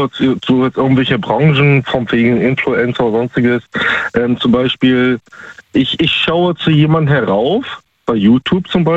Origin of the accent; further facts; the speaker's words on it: Baltic coast, Germany; Ich bin ursprünglich aus der Ostsee, da oben die Ecke, ne?